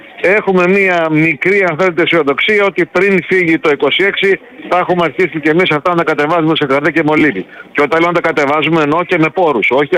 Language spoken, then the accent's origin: Greek; Greece; δεν θα σας μιλήσω ως Έλληνας, θα σας μιλήσω ως Ευρωπαίος.